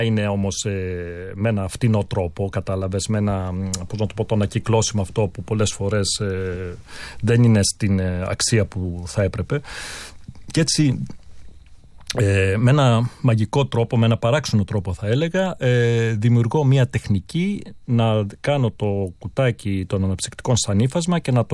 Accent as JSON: {"language": "Greek", "country": "Greece", "also_born_or_lived": "New York", "moved": "yes", "said": "της δικής μου ματιάς και ως Έλληνας"}